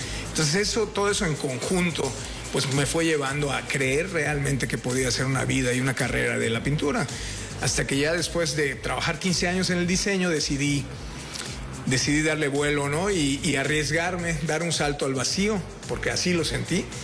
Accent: Mérida, Yucatán, Mexico; yo crecí en Chuburná. Ese es mi barrio, ¿no? Y pues nada, no sé. Yo aquí sigo, salí, viví fuera y regresé.

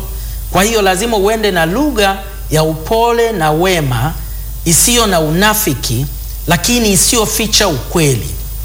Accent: Tanzania; now in Botswana; Najua nilikuwa nimetoka Tanzania, kwa hiyo ni mgeni kutoka mbali, na briefcase yangu nimevaa suti.

